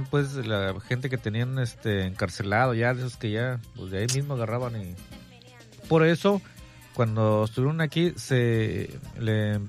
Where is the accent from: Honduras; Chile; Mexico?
Mexico